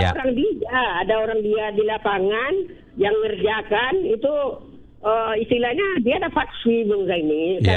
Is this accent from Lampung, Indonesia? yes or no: no; Riau, Indonesia; Kami kan punya sungai Kuantan di kampung saya, Kuantan Kringi.